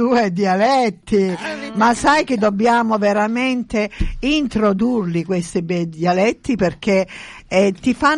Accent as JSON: {"language": "Italian", "town": "Brindisi", "region": "Apulia", "country": "Italy"}